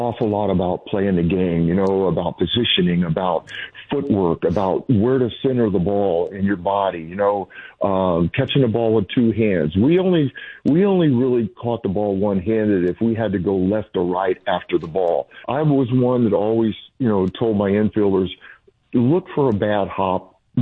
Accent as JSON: {"language": "English", "region": "Florida", "country": "United States", "tie": "born or raised there", "said": "You know, in Florida growing up, in the afternoons, you know, when I was young, I was probably 8, 9, 10 years old"}